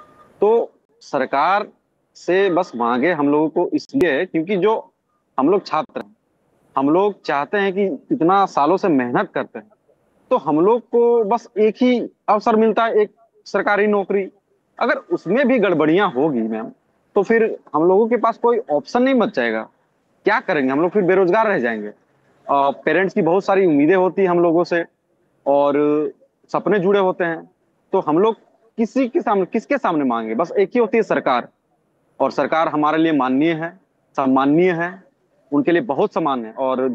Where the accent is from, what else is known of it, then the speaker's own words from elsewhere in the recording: Jharkhand, India; तो ma'am actually हम लोग झारखंड से आते हैं, हम लोग यहाँ सभ्यता कल्चर से जुड़े हुए लोग हैं